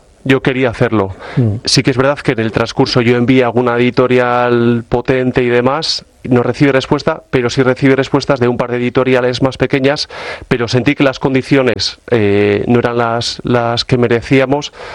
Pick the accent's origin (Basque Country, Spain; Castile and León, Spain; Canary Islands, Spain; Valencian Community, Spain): Basque Country, Spain; Hernani; soy de Hernani